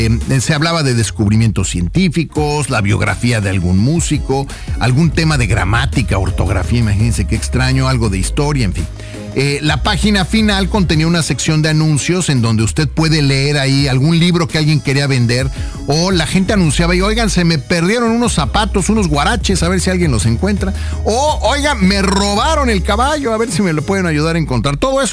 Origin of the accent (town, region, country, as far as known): Mexico